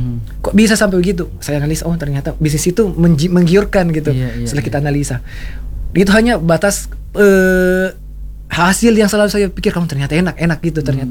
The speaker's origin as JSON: {"language": "Indonesian", "region": "South Sulawesi", "country": "Indonesia", "said": "Ada filosofinya kita juga kan orang Bugis, yakin dulu lah."}